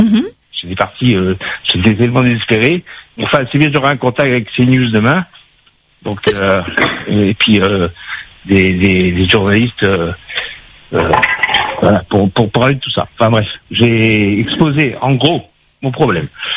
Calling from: Saint-Pierre, Réunion; depuis que j'habite à La Réunion

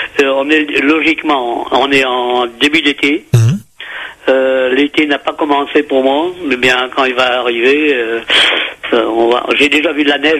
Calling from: Anglet, Nouvelle-Aquitaine, France; De Anglette, dans les Pyrénées-Atlantiques.

